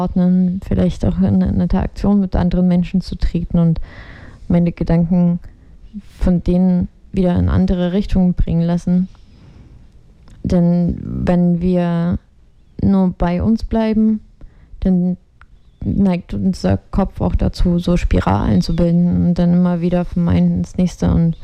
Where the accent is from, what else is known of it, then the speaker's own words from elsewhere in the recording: Chernihiv, Chernihiv Oblast, Ukraine; Also ich komme auch aus der Ukraine, ich bin aus Tschernihiw, das ist nördlich von Kiew.